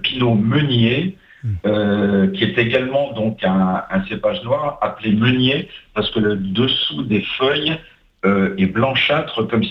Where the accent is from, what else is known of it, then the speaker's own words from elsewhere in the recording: Reims, Grand Est, France; born there; Ah oui, je suis né à Reims.